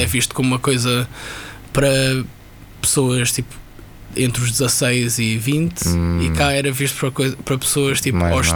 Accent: Algarve, Portugal; Eu cresci no Algarve

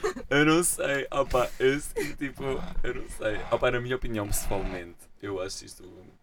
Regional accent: Algarve, Portugal; now in Coimbra, Portugal; eu não sou de cá perto, estás a ver? Tipo, eu sou do Algarve. Bitch, eu venho do Algarve, 20 graus estão em março

